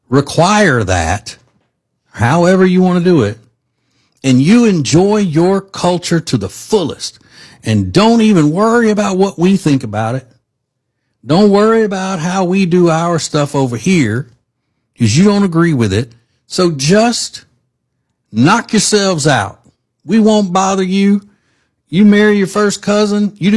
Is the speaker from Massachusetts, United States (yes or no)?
no; Charlotte, North Carolina, United States; I am from Charlotte, North Carolina.